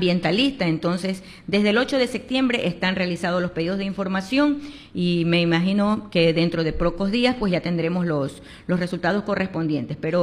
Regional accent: Manabí, Ecuador; como ciudadanos manabitas, como ecuatorianos

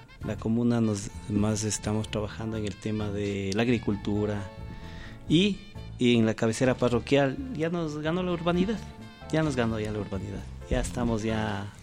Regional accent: Zámbiza, Pichincha, Ecuador; venimos de Zambisa. Venimos bien preparados para darnos a conocer la parroquia. Nosotros somos una parroquia de 442 años, una de las parroquias ya más antiguas del distrito metropolitano. Tenemos mucha cultura, muchas tradiciones

